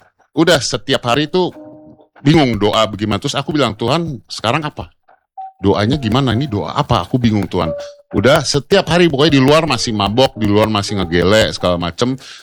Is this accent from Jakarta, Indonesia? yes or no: yes; Jakarta, Indonesia; born or raised there